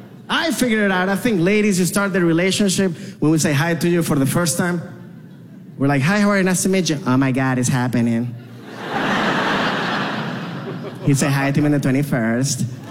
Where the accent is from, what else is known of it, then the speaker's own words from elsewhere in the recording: Venezuela; I was like, what? I'm from Venezuela.